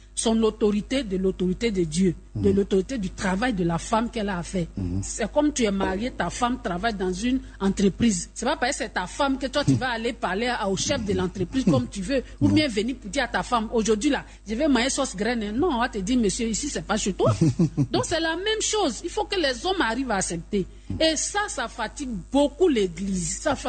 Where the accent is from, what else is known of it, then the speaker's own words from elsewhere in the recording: Abidjan, Côte d’Ivoire; Mais chez nous, à Abidjan, ici, non.